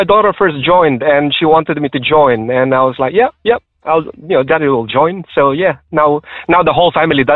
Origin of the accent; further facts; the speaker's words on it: Philippines; I'm a Filipino.